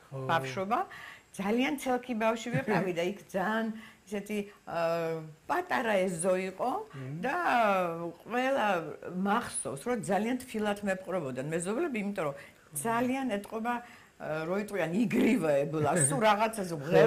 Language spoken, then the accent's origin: Georgian; Tbilisi, Georgia; მე დავიბადე ადრე იყო ეს იგი საბჭოს ქუჩა, ეხლა არის ჩიტაიას ქუჩა 73 ნომერში. იქ ცხოვრობდა ჩემი ბებია, დედის დედა.